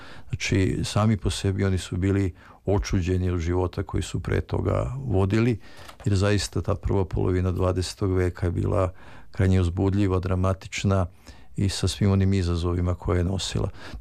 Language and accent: Serbian; Vojvodina, Serbia; u mom selu, u kojem sam odrastao, u Banatu, kolonističkom selu